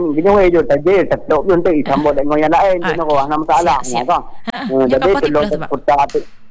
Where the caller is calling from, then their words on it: Meulaboh, Aceh, Indonesia; lon selaku warga Melabuh lon terasa bangga